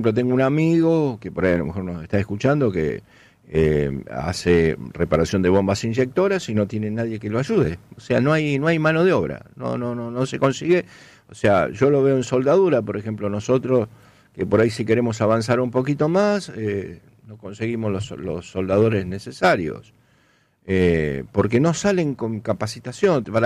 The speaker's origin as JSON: {"language": "Spanish", "town": "Acebal", "region": "Santa Fe", "country": "Argentina", "said": "Nosotros bueno, somos de Acebala"}